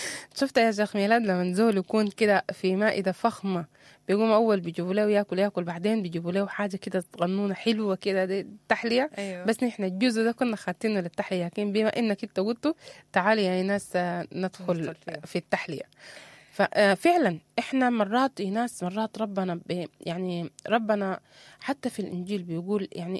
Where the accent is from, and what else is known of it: Sudan